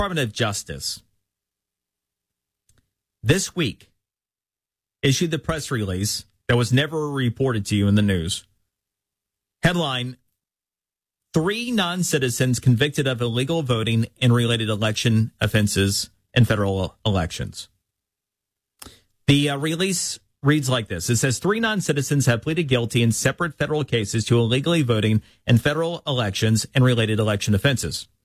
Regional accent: Florida, United States

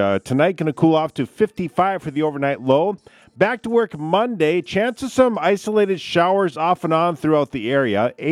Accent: Barnesville, Minnesota, United States; potato days in Barnesville, my hometown

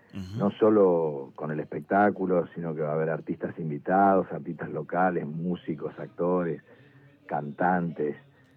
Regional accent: Paraná, Entre Ríos, Argentina; born there; la que yo nací en Paraná, en Entre Ríos

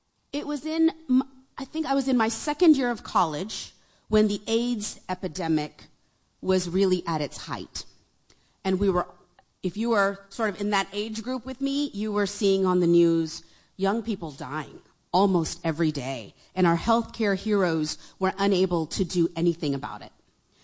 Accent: India; oh, I'm originally from India

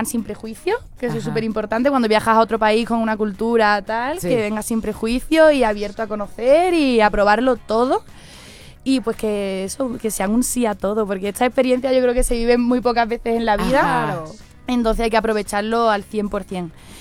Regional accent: Torre del Mar, Andalusia, Spain; accent: Andalusian; now in Guadalajara, Mexico; como soy andaluza, pues tengo ese acento más.

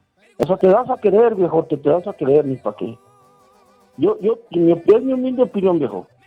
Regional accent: Sombrerete, Zacatecas, Mexico; now in Fresnillo, Mexico; para todos los de González Ortega, Sombrerete Zacatecas, que es mi tierra natal. Un saludo para todos los de aquí de Fresnillo, que somos muchos.

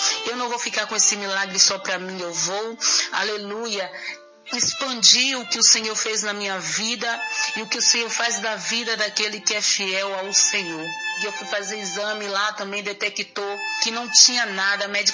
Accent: Candeias, Bahia, Brazil; sou do estado da Bahia, a cidade Candeias, bairro Caboto, número 79.

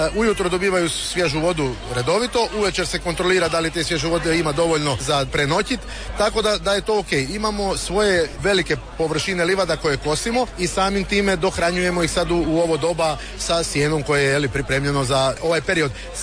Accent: Croatia; kod nas na Pagu

